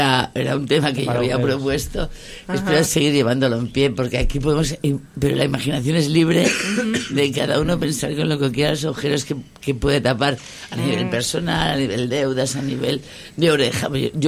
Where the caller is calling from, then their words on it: Barcelona, Catalonia, Spain; Yo soy de Barcelona.